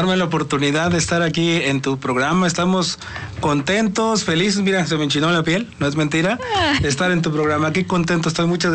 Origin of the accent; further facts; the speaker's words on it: Veracruz, Mexico; now in Puebla, Mexico; Para mí, siento que soy poblano veracruzano, comparto mi corazón en dos porque aquí nací y allá crecí, ¿no? Entonces hoy actualmente ya estamos viviendo aquí en Puebla